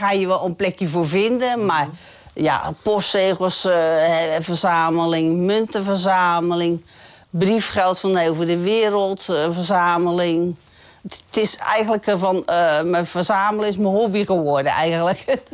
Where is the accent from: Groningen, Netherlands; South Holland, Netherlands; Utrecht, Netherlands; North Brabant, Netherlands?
South Holland, Netherlands; Vlaardingen; Ik kom niet uit Brabant, maar wel uit Vlaardingen. Ja. Van oorsprong geboren in de Ruitenstraat.